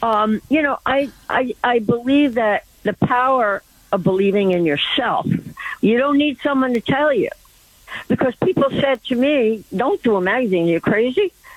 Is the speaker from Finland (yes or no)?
no; New York City, New York, United States; moved away as an adult; now in Manhattan, United States; We moved to Manhattan from Brooklyn.